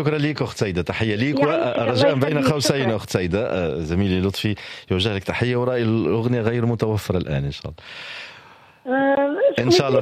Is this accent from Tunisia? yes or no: yes; Tunisia; شهادة عملناها في شكل يعني إشهار مجاني يعني لجمهوريتنا التونسية إن شاء الله. أنه عندنا في تونس الوطن القبلي،